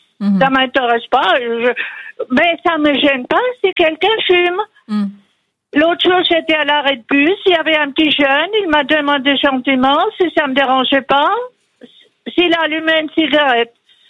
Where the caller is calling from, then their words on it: Le Blanc-Mesnil, Île-de-France, France; Du Blanc-Mesnil, du 93.